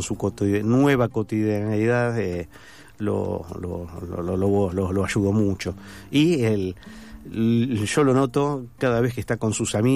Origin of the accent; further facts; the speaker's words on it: Avellaneda, Buenos Aires Province, Argentina; now in Remedios de Escalada, Argentina; nunca me sentí del todo de Escalada, porque yo vengo de otro barrio, yo soy de Piñeiro, de Avellaneda, y ahora soy escaladiense.